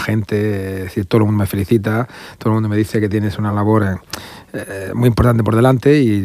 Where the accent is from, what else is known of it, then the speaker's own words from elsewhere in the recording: Murcia, Region of Murcia, Spain; nada más importante para un nazareno de toda la vida como soy yo de Murcia, que ser pregonero de tu Semana Santa.